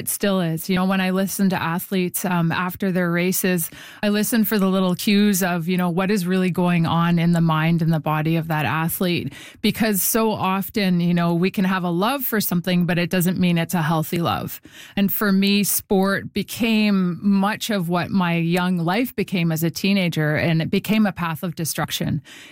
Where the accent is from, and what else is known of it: Winnipeg, Manitoba, Canada; born or raised there